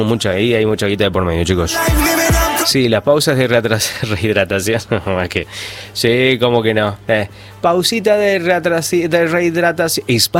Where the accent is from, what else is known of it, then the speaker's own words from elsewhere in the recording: Argentina; verlo jugar a él y disfrutar es lo mejor que nos puede pasar como argentinos